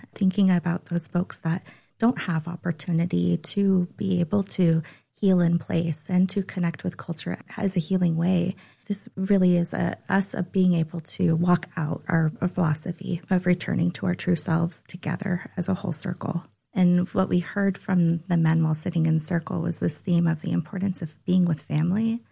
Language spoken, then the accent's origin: English; Anchorage, Alaska, United States; My family, we grew up here in Anchorage, but my mom is Tlinka Ononangach, and then my dad is from Appalachian, Ohio.